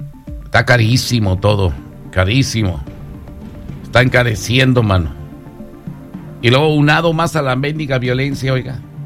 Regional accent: Ciudad Guzmán, Jalisco, Mexico; moved away; en mi pueblo, allá en Ciudad Guzmán, Jalisco

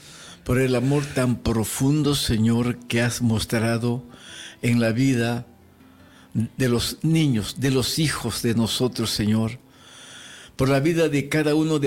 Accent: Mexico; Y digo esto por México, Padre, porque yo soy mexicano

